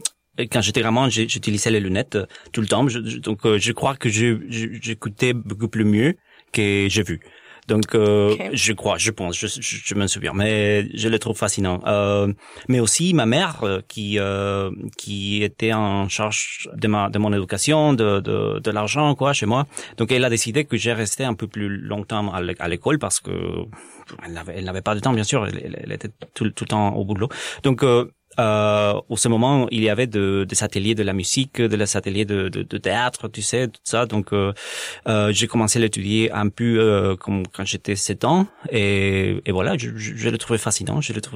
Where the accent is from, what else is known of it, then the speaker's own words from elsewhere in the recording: Mexico City, Mexico; moved away as an adult; also born or lived in British Columbia; now in Montreal, Canada; Je suis originaire du Mexique, de Mexico. J'habitais là pendant 30 ans.